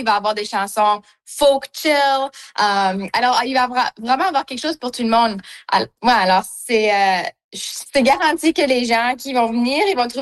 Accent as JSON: {"language": "French", "region": "Manitoba", "country": "Canada", "said": "Puis moi, j'ai des racines, comme je suis franco-manitobaine, alors j'ai aussi de la musique traditionnelle qui me coule dans le sang."}